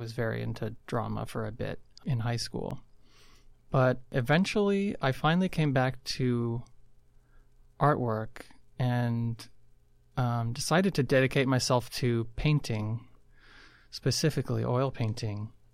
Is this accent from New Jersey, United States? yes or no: no; Tucson, Arizona, United States; I was raised in Arizona, in Tucson.